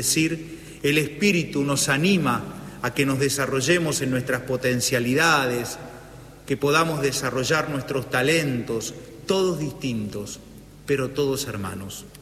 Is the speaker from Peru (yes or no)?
no; Argentina; porque de algún modo tenemos que tomar conciencia también que como pueblo argentino somos nación.